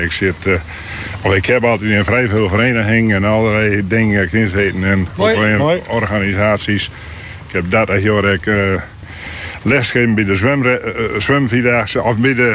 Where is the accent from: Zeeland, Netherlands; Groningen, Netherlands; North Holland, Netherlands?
Groningen, Netherlands; Oostwold; moved away; En ik kom uit Oostwold. En dat ligt vlak bij Winschoten in Grun.